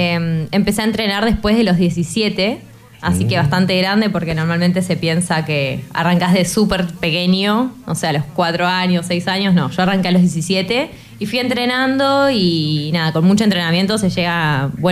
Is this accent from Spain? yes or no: no; Argentina; now in Chile; Yo que soy de Argentina